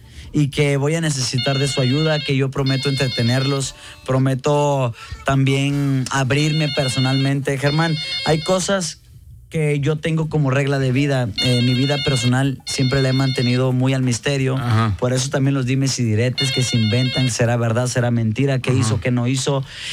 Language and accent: Spanish; Monterrey, Nuevo León, Mexico; Soy de Monterrey.